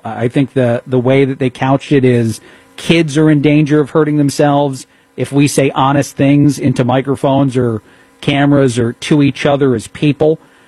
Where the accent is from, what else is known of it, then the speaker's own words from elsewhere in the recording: New Jersey, United States; I'm someone who was born and raised on the East Coast in Jersey